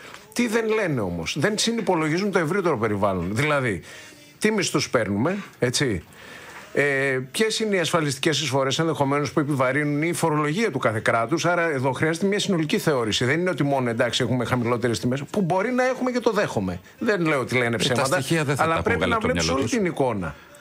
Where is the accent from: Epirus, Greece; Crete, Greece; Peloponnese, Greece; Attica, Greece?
Attica, Greece; Athens; Από την Κέρκυρα, αλλά έχω γεννηθεί στην Αθήνα, έχω μεγαλώσει εδώ. Οι γονείς μου από την Κέρκυρα.